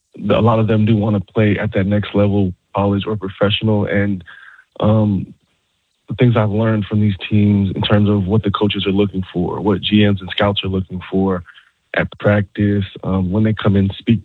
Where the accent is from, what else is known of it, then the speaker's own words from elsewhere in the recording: Fort Lauderdale, Florida, United States; also born or lived in Indian River County; I'm originally from Fort Lauderdale. So that's what I was used to. We moved up right before high school. Just very quiet.